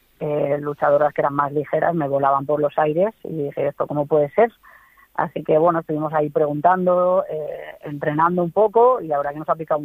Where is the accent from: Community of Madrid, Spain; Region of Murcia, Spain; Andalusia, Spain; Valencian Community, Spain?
Community of Madrid, Spain; Madrid; yo soy de Madrid